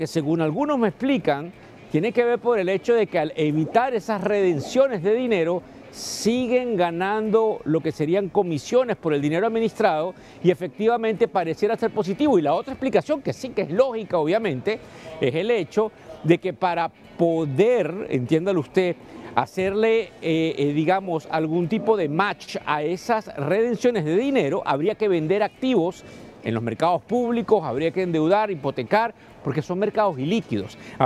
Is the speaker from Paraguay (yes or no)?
no; Venezuela; now in New York, United States; yo soy el venezolano de negocios televisión, desde el piso de la bolsa de Nueva York